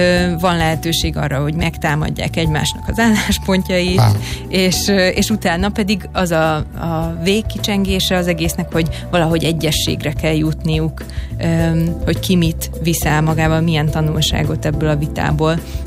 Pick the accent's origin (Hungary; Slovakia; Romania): Hungary; ott ilyen kis szégyenlős magyarként